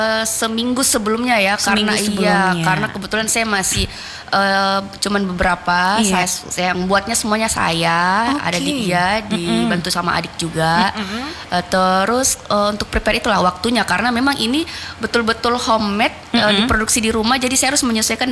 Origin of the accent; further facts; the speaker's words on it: Sulawesi, Indonesia; sebenarnya saya orang Sulawesi asli. Sebenarnya orang Sulawesi. Bapak Bugis, Mama Makassar.